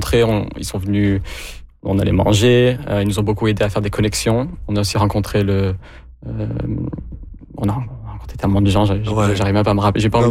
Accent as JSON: {"language": "French", "town": "Halifax", "region": "Nova Scotia", "country": "Canada", "tie": "born or raised there", "second_language": "French", "said": "je viens d'Halifax, je suis né à Halifax, j'ai fait mon école à Halifax."}